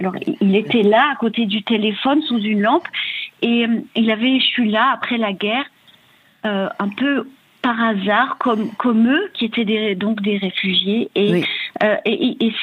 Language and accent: French; Geneva, Switzerland; born there; moi, je suis née à Genève, dans une ville et dans un pays qui a été éminemment protégé, préservé par par les deux guerres affreuses du XXe siècle.